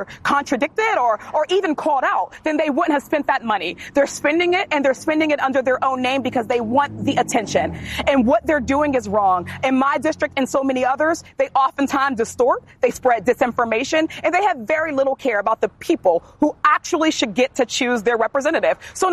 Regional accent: Pennsylvania, United States; Listen, I come from Western Pennsylvania.

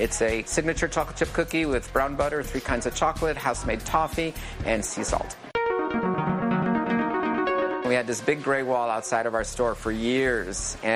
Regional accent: Rochester, New York, United States; I'm from Rochester, New York. Grew up there.

